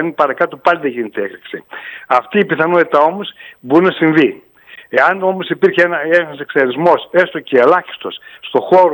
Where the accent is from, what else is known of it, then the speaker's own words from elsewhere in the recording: Greece; σαν Έλληνες